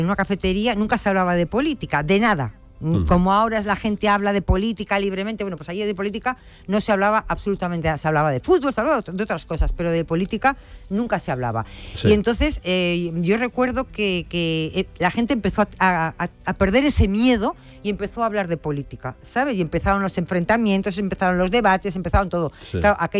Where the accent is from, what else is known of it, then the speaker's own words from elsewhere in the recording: Bilbao, Basque Country, Spain; Yo, como vasca que soy de Bilbao